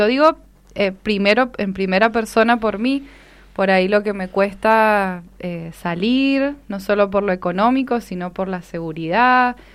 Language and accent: Spanish; San Rafael, Mendoza, Argentina; born there; Bueno, yo nací en San Rafael. Y no me digan nada con eso de que, ay, que es otra provincia.